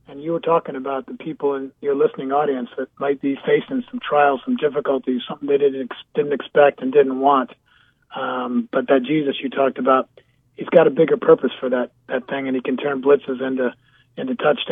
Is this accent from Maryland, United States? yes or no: yes; Bethesda, Maryland, United States; also born or lived in San Diego, United States / Buffalo, United States; So I grew up in San Diego, Buffalo, and Bethesda, Maryland, outside of D.C.